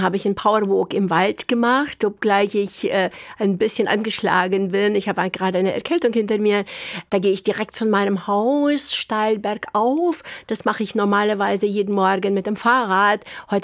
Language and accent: German; Romania; German is a second language; moved away; Also für mich bleibt diese Musik mit Rumänien verbunden, mit meiner Heimat, in die ich auch jetzt immer wieder zurückkehre und dort unterrichte.